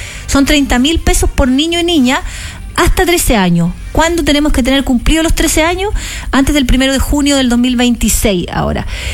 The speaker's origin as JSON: {"language": "Spanish", "country": "Chile", "said": "Pero como buen chileno"}